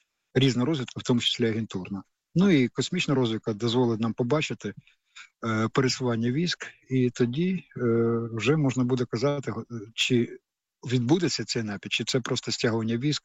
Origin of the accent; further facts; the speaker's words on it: Kyiv, Ukraine; я теж корінний киянин.